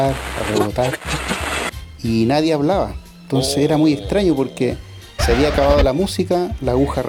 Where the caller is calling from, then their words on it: Viña del Mar, Valparaíso, Chile; de Gómez Carreño.